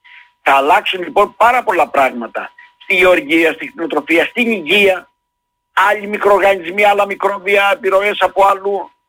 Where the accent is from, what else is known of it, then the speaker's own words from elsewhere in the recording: Perachori, Crete, Greece; Ναι, στο χωριό μου το λένε, ειδικά στο Περαχωρί.